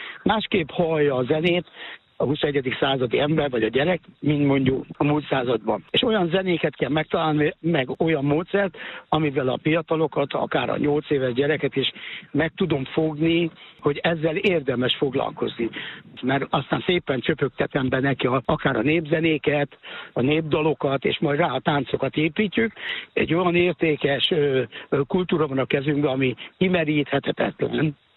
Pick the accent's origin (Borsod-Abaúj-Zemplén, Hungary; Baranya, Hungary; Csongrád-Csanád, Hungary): Csongrád-Csanád, Hungary; Hódmezővásárhely; Hódmezővásárhelyen, születtem, és kisgyerekként is ott éltem